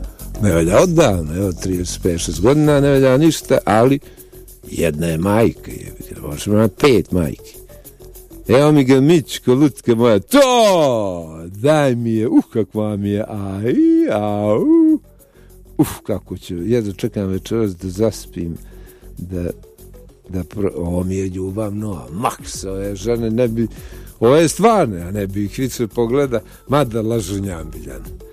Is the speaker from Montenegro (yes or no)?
yes; Montenegro